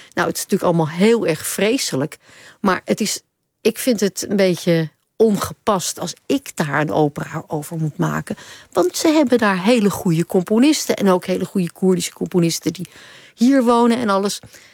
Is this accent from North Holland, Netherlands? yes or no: yes; Amsterdam, North Holland, Netherlands; Slemani, dat is voor mij als Amsterdammer makkelijk te zeggen.